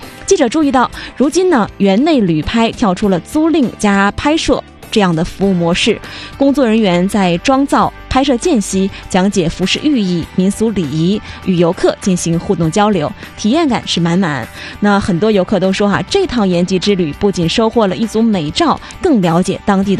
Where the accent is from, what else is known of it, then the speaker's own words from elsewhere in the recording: Northeast China, China; 就迎来了我们东北的旅游旺季了。